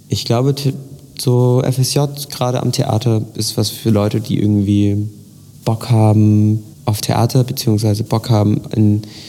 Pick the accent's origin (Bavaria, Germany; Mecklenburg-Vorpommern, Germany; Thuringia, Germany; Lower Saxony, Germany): Thuringia, Germany; Weimar; ich komme aus Weimar und lebe auch noch in Weimar